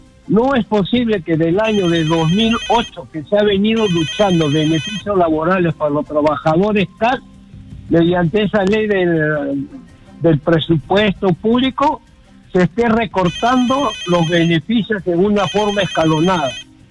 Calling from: Ica, Peru

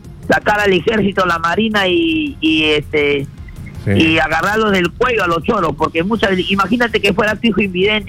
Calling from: Lima, Peru; Estoy en San Miguel, en la antena de Radio Patrulla de mi barrio, La Paz, San Miguel

